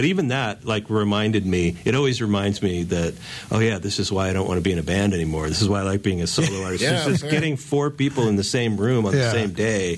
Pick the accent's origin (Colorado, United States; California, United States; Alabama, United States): California, United States; Los Angeles; moved away as an adult; also born or lived in San Francisco / Oakland / Berkeley; now in Durham, United States; I'm from California. All right. I grew up in Los Angeles, and I've spent most of my adult life in San Francisco and Oakland and Berkeley.